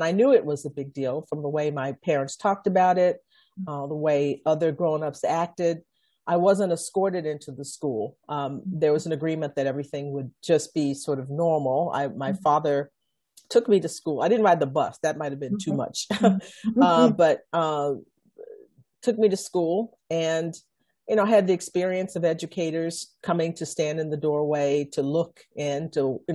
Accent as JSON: {"language": "English", "region": "Texas", "country": "United States", "tie": "born or raised there", "said": "I think it was the situation of growing up in a place that was still, you know, engaging in segregation."}